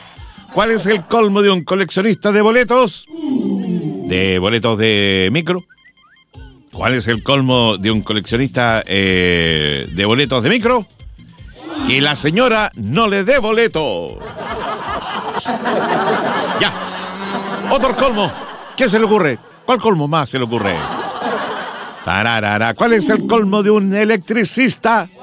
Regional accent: Chile; usted sabe cómo somos los chilenos, día festivo

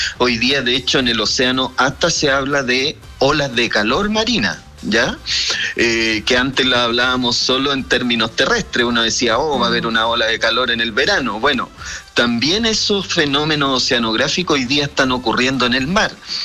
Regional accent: Talcahuano, Biobío, Chile; Yo soy particularmente de Talcahuano, conozco la historia muy bien.

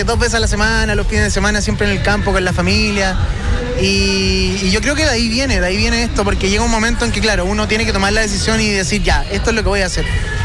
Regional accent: Curicó, Maule, Chile; moved away; yo soy cuequero de chico. O sea, vengo de Curicó, soy una cuequera de vino.

